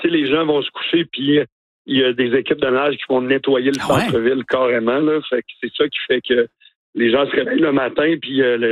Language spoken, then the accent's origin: French; Baie-Saint-Paul, Quebec, Canada; on est born and raised, là, on est de Baie-Saint-Paul, fait qu'on connaît les gens